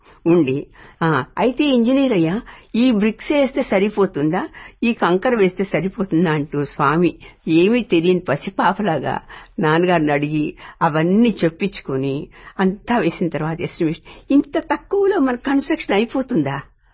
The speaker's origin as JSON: {"language": "Telugu", "town": "Puttaparthi", "region": "Andhra Pradesh", "country": "India", "tie": "born there"}